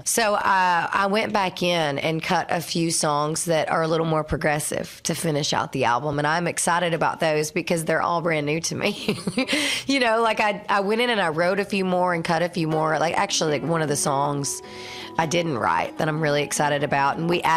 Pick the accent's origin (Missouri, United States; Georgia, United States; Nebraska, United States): Georgia, United States; Listen, I am a redneck from Georgia. I will always be